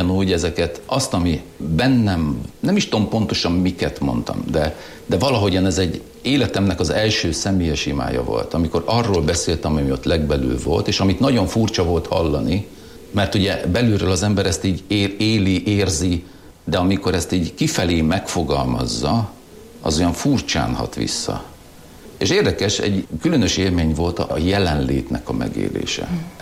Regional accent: Western Hungary, Hungary; first language German; Hungarian is a second language; Én eredetileg német nemzetiségű vagyok. Hient.

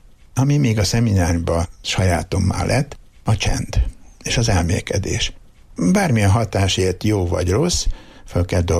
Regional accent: Rakaca, Borsod-Abaúj-Zemplén, Hungary; born or raised there; moved away

